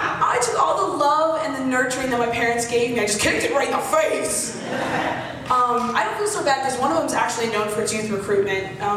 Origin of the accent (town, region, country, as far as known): Arizona, United States; born or raised there